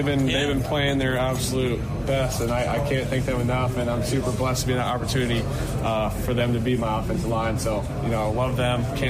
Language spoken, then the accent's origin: English; California, United States; Yeah, big game for me coming back home, my hometown.